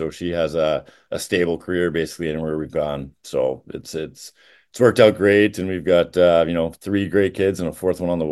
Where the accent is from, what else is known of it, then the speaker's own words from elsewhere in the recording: Janesville, Wisconsin, United States; I was from Janesville